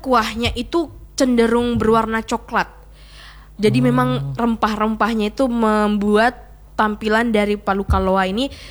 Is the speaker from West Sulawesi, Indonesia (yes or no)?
yes; West Sulawesi, Indonesia; Kalau saya, karena saya dari Sulawesi Barat, saya bertetangga dengan Ince ya.